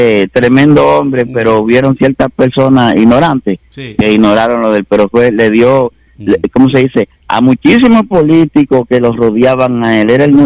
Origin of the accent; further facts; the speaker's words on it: Dominican Republic; yo soy dominicano.